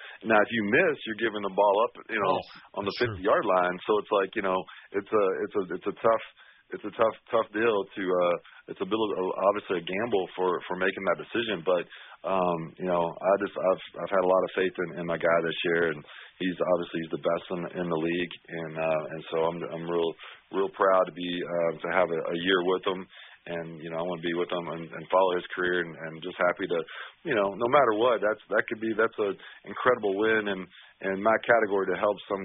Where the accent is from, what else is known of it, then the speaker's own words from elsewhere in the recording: Louisville, Kentucky, United States; to give this my hometown city a chance to win a championship and bring a trophy back to Louisville.